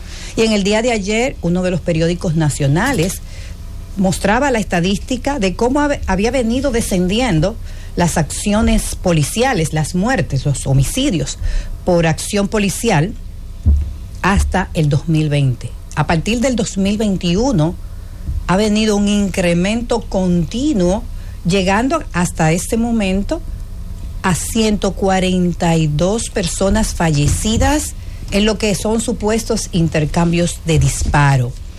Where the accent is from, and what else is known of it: Dominican Republic